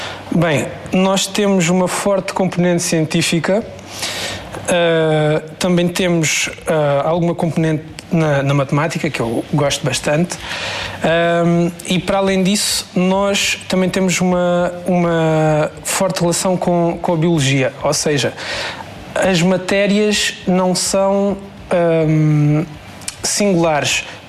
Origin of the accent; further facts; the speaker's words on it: Faro, Portugal; estou no terceiro ano de Agronomia e sou natural de Faro.